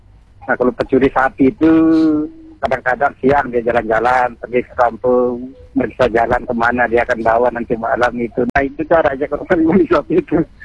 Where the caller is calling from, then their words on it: East Lombok, West Nusa Tenggara, Indonesia; ini di Lengas Baru, Lombok Timur.